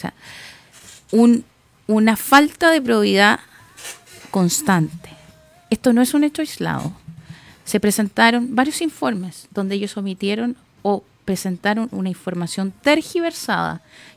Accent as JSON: {"language": "Spanish", "region": "Los Lagos", "country": "Chile", "said": "de mi tierra querida, la región de Los Lagos."}